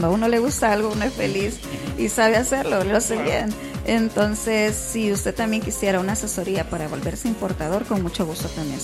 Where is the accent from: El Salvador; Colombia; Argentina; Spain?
El Salvador; nosotros como hermanos salvadoreños que somos